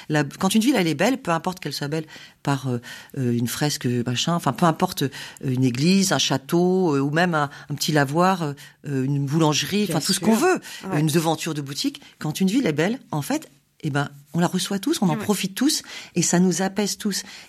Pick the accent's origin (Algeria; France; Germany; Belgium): France; Brest, Brittany; born there; also born or lived in Lorient / Toulon; En fait, je suis née à Brest, voilà. 70 à 80% d'une ville détruite par les bombardements. J'ai appris à lire à Lorient, 70% détruite par les bombardements.